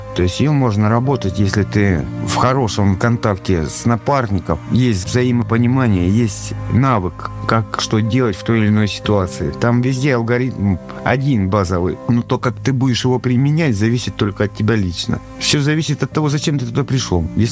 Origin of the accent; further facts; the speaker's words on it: Belgorod Oblast, Russia; Я сам коренной житель Белгородской области. Я люблю нашу землю, нашу природу, наших людей.